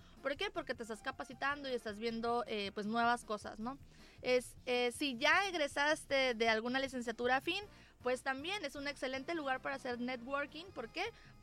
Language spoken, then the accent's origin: Spanish; Mexico; Como ciudadanos, como mexicanos